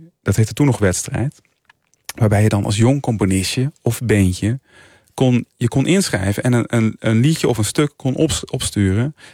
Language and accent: Dutch; Culemborg, Gelderland, Netherlands; Kom ik uit. Ja. En ben ik opgegroeid.